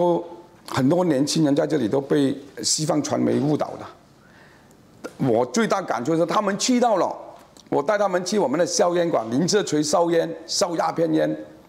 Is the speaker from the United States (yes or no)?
no; Malaysia; 特别我们马来西亚华人，他们语言非常丰富的，